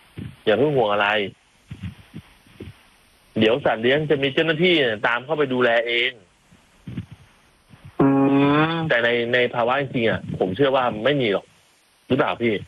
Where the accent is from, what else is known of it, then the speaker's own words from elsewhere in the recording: Chachoengsao, Thailand; born there; ครับผมเป็นคนเกิดน่าจะเป็นภูมิลำเนาเกิดเลยแหละเกิดที่ฉะเชิงเทรานั่นแหละ